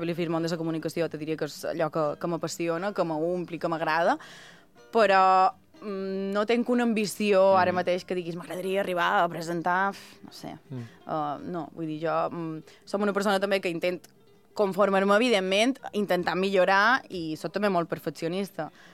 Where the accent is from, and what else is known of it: Sencelles, Balearic Islands, Spain; born or raised there; now in Palma, Spain